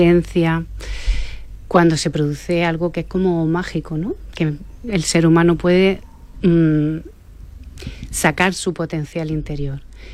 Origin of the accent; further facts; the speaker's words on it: Almería, Andalusia, Spain; vengo de Almería, de un pueblo pequeño.